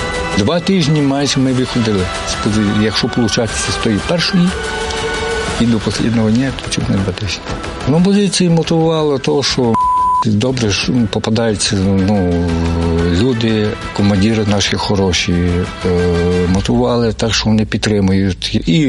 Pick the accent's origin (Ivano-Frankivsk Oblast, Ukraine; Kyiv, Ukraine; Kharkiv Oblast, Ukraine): Ivano-Frankivsk Oblast, Ukraine; Lokitka; Я сам родом з Прикарпаття, Івано-Франківська область, Тумський район, село Локітка. Хоча мені зараз 58-й пішов, поки що в селі.